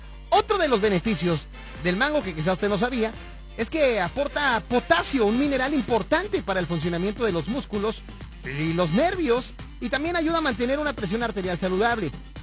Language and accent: Spanish; Mexico; como latinos, como mexicanos principalmente